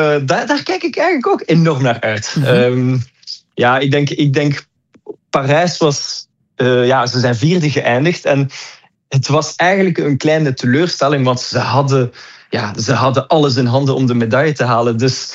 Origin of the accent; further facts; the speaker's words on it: Belgium; Want wij als Belgen we waren het kleine broertje van Nederland.